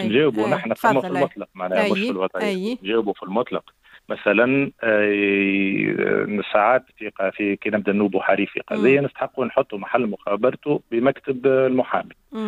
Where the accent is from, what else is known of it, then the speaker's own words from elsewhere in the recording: Tunisia; اللي عندنا في تونس